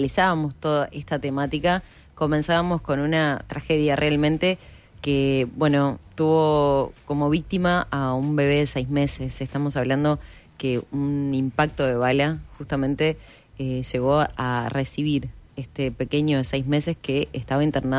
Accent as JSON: {"language": "Spanish", "region": "Canelones", "country": "Uruguay", "tie": "born or raised there", "said": "Yo soy de Canelones."}